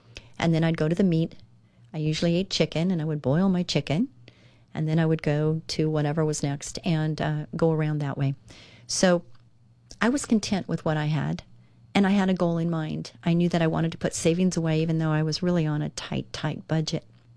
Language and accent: English; Orange County, California, United States; I grew up in Orange County, and it was very, very relevant. Don't get offended, Orange County. I am a native Orange Countyan.